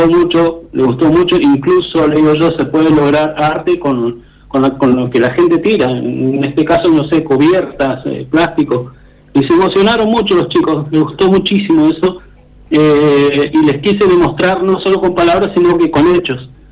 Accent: Zapala, Neuquén, Argentina

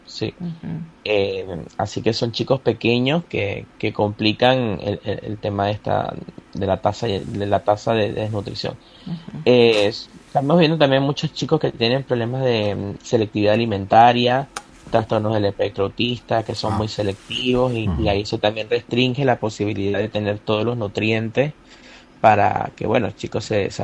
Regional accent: Mérida, Venezuela; born there; Yo soy de Venezuela. ¿Puntualmente de qué región, de qué zona? Y nací en Mérida, que es donde empieza la cordillera andina.

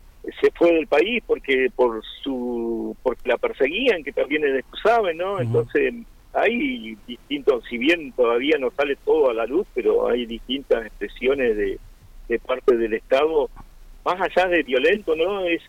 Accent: Chubut, Argentina; born there; now in Puerto Santa Cruz, Argentina; Sí, yo nací en Chubut.

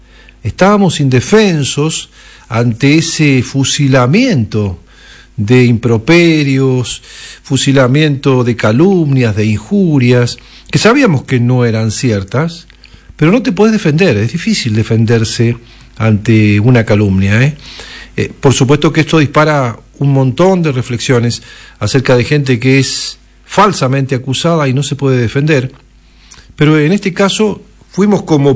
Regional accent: Argentina

